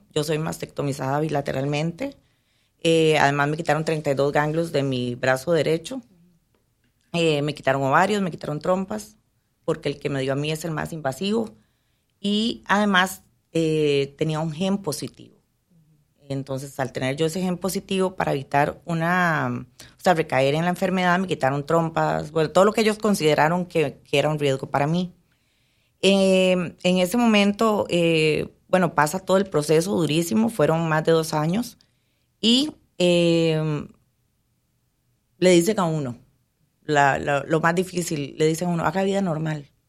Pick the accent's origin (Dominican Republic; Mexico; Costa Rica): Costa Rica; now in Panama; Soy costarricense, pero vivo en Panamá. De hecho, amo Panamá